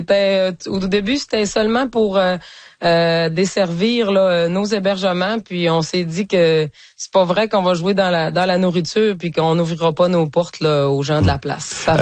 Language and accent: French; La Doré, Quebec, Canada; moved away as an adult; on a fait un retour en région. Moi, je suis native de la Dorée. Et puis, c'est ça, je suis revenue au printemps 2024.